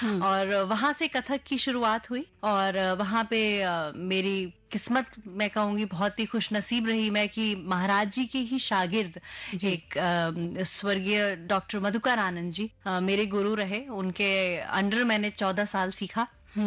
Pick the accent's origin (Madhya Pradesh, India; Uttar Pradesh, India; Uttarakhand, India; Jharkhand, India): Uttarakhand, India; Dehradun; देहरादून से मैं हूँ, पली बड़ी वहीं पर हूँ